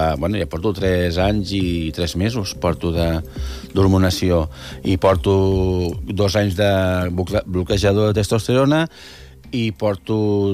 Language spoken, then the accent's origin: Catalan; Catalonia, Spain; igual, jo soc catalana.